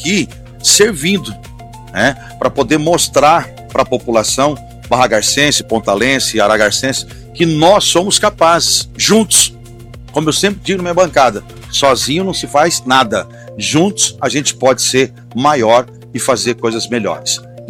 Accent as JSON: {"language": "Portuguese", "region": "São Paulo", "country": "Brazil", "moved": "yes", "said": "Quando eu vim de São Paulo para cá, foi a primeira e a única também emissora que eu trabalhei também há um tempo"}